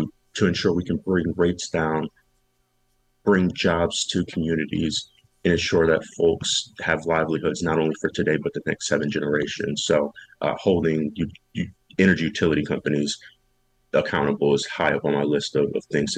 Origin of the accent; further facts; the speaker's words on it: Battle Creek, Michigan, United States; You know, I'm from Battle Creek. I am Nattawa Sippy here in Banda Potawatomi. My people have been in Southwest Michigan since before Michigan was Michigan.